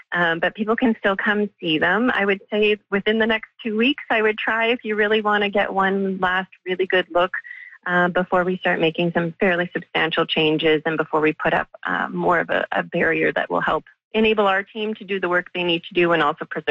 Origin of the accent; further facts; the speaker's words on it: Winnipeg, Manitoba, Canada; I was born and raised here in Winnipeg, so I grew up with this museum.